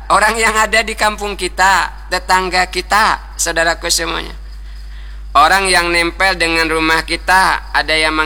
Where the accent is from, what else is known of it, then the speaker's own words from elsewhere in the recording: Bangka Belitung Islands, Indonesia; Nah ini kan gak ngam, kata kita orang Bangka.